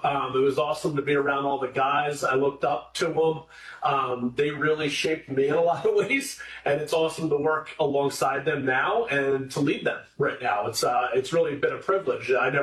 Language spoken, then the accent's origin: English; Chester County, United States; Yeah, I'm from here in Chester County. I'm the oldest of four.